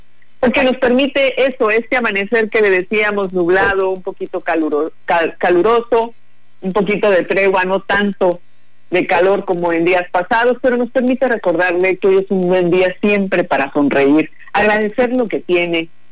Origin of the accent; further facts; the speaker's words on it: Tabasco, Mexico; como somos todos los tabasqueños